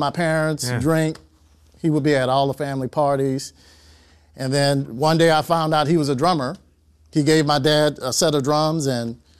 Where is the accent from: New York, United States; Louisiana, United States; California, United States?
Louisiana, United States; I grew up in the St. Bernard Projects.